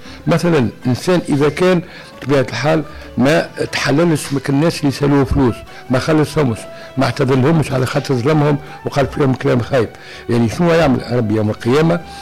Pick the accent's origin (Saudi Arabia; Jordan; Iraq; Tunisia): Tunisia; بلادنا تونس الخضراء